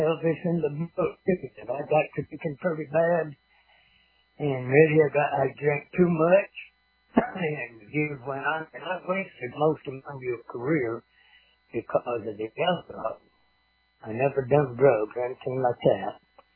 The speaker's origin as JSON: {"language": "English", "town": "Owosso", "region": "Michigan", "country": "United States", "tie": "born or raised there", "said": "Farming community, called Owosso. That's 20 miles due west of Flint, Michigan."}